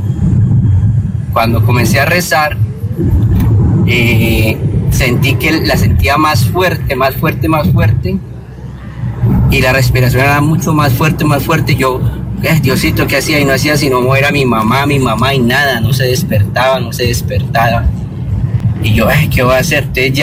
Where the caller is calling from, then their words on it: Cali, Valle del Cauca, Colombia; Bueno, te hablo de la ciudad de Cali, tengo 46 años.